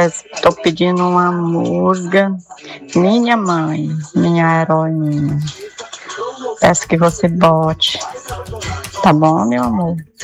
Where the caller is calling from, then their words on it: Alto Longá, Piauí, Brazil; de Alto Longá, Bairro Jantim.